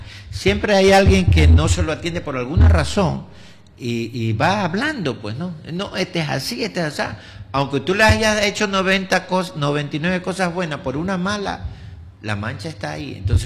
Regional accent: Manta, Manabí, Ecuador; yo me crié en las Villas del Seguro, ahí donde vivía su mamá.

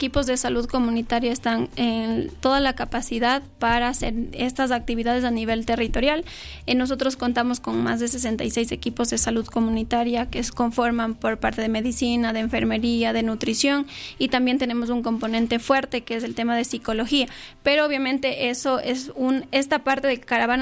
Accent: Ecuador; nosotros aquí como ecuatorianos

